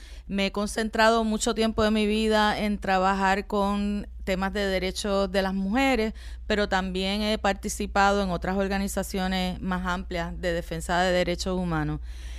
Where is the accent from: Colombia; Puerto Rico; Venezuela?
Puerto Rico; Bayamón; Yo soy de Bayamón. Toda mi familia es de Bayamón. Estudié toda mi vida en escuela pública, desde kinder hasta la Universidad de Puerto Rico